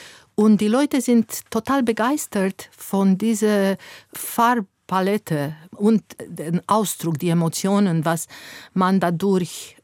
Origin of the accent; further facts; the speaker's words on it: Romania; moved away; für mich als Rumänin